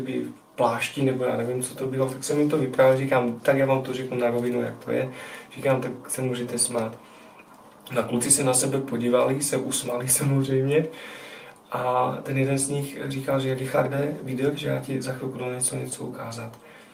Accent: Slovakia; Czech is a second language

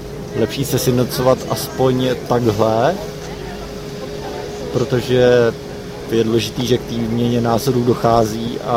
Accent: Prague, Czechia; Já jsem z Prahy.

